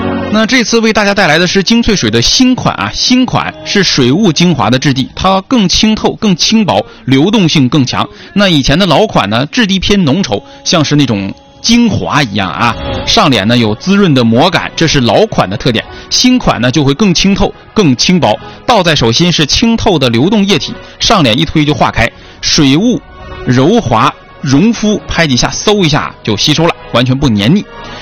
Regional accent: Songyuan, Jilin, China; now in Changchun, China; 这乐园就在我家啊，就在我老家松原。

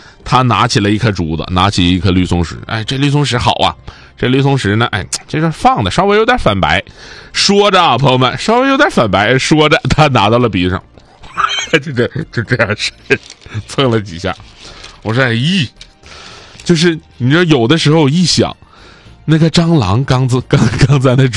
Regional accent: Northeast China, China; accent: Northeastern dialect; 用我们东北话讲叫滋溜。

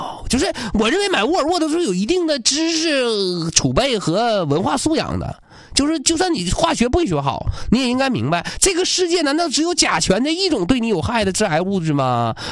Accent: Changchun, Jilin, China; 我长春人，我比较支持我们大众。

